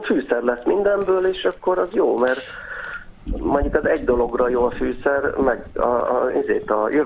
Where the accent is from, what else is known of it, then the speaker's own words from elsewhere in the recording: Bács-Kiskun, Hungary; moved away; hát én a homokhátságon nőttem föl